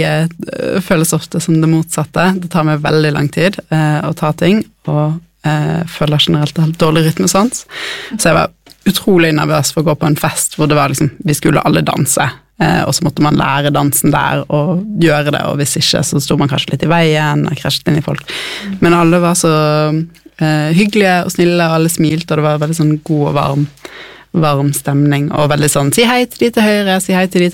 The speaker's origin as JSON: {"language": "Norwegian", "town": "Bergen", "region": "Vestland", "country": "Norway", "said": "Dere hører jo på dialekten min, jeg er fra Bergen."}